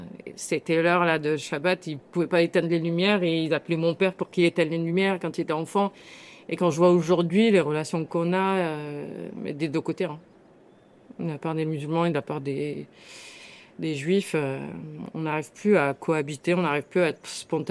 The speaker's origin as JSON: {"language": "French", "town": "Marseille", "region": "Provence-Alpes-Côte d'Azur", "country": "France", "tie": "born or raised there", "said": "J'ai 40 ans. Ça se voit pas. Normalement, tu dois dire non. Non, j'ai 40 ans et ça fait 40 ans que j'habite à Félix Piat. Après, j'ai juste changé d'immeuble."}